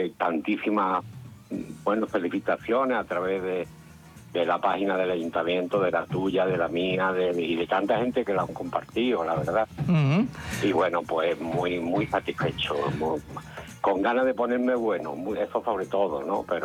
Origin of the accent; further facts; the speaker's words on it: Nerja, Andalusia, Spain; born there; en esa habitación nacimos todos, mis hermanos y yo, porque nacimos todos aquí en Nerja, no fuimos a ningún hospital ni nada. Mi madre nos tuvo todo ahí